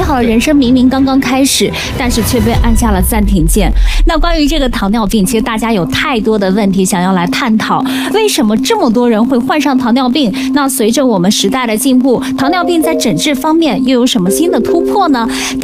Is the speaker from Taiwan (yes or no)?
no; China; 我们中国人